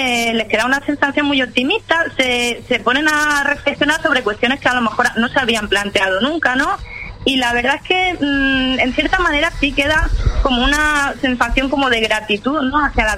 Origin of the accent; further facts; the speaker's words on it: El Ejido, Andalusia, Spain; also born or lived in Barcelona; Sí, bueno, sí, yo vivo en El Ejido, aunque nací en Barcelona, pero desde los 13 años me he criado en El Ejido